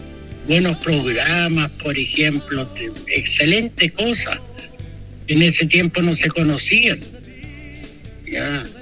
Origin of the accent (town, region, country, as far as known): Longaví, Maule, Chile; born or raised there; now in Indianapolis, United States